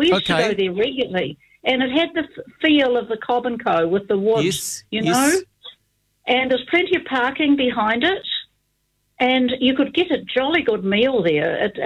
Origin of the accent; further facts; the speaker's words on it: Crookston, Otago, New Zealand; I come from Crookston in West Otago.